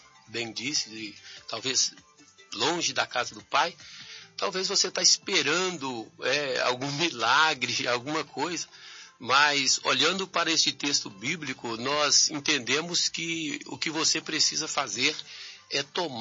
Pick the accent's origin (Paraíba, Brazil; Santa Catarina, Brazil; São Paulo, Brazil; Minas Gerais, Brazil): Minas Gerais, Brazil; Governador Valadares; Eu sou mineiro de Governador Valadares. Governador Valadares está localizada no leste de Minas, uma cidade linda, maravilhosa.